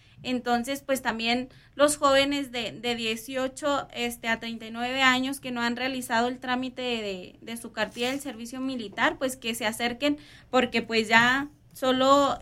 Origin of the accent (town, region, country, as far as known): Mexico